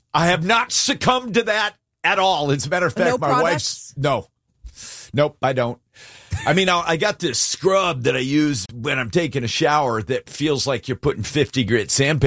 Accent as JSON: {"language": "English", "region": "Alaska", "country": "United States", "tie": "born or raised there", "said": "I was born and raised in Alaska"}